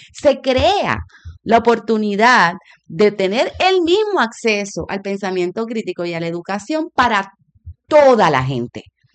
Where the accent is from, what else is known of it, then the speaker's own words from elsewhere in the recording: Puerto Rico; Entonces, muchas veces yo, inclusive por muchos años, decía que sentía que tenía que escoger entre ser puertorriqueña y negra